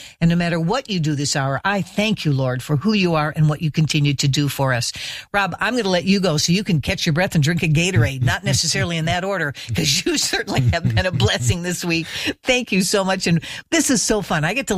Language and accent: English; Midwest, United States; now in US East Coast; when I was raised in the Midwest, that'd be the time you'd go out for a fish fry.